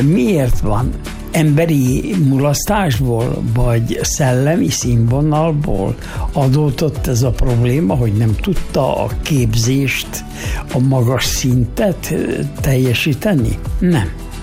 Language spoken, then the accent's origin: Hungarian; Gáva, Szabolcs-Szatmár-Bereg, Hungary; Épp most november 1-én voltam otthon, Gáván, minden szentekkor, és körbenéztem, hogy úgy állnak-e még a házak. Hát a mi házunk nincs földdel, egyenlővé tették